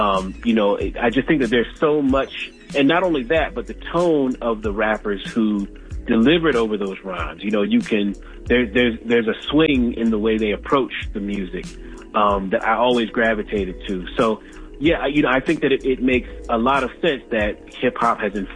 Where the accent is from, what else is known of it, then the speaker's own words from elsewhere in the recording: Chesapeake, Virginia, United States; Born and raised in Chesapeake.